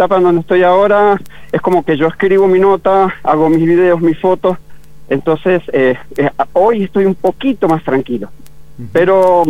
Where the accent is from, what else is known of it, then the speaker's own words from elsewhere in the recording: San Juan, Argentina; soy sanjuanino